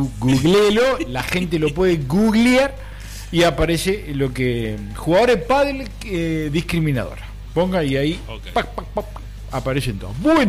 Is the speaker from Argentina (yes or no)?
yes; Argentina; cómo somos los argentinos